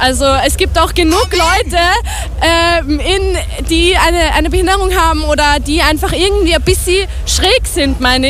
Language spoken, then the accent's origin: German; Vienna, Austria